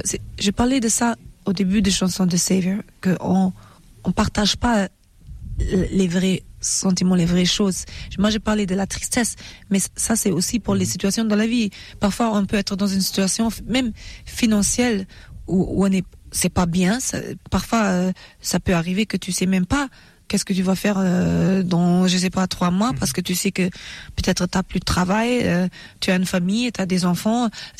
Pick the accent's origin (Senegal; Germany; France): Germany; j'aime les bretzels aussi, parce que j'ai grandi en Allemagne et j'aime le foufou et le okra et le égoussi de Nigeria.